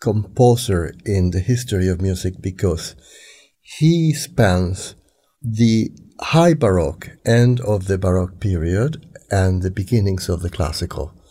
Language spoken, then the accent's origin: English; Puerto Rico; now in -; Having been born and raised in Puerto Rico of French and Spanish parents, and having visited Spain for the first time at the age of 12